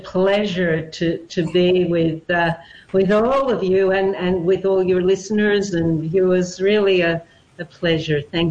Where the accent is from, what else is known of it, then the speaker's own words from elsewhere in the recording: Australia; accent: Australian; now in New York City, United States; No, my accent is from there. So am I. But now I'm living in New York City.